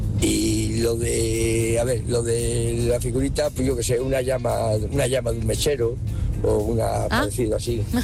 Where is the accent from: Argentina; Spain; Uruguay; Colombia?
Spain; Extremadura; de Cáceres. A ver, equipo, el pan en mi pueblo, yo soy un pueblo pequeñito al lado de Cáceres, es estupendo.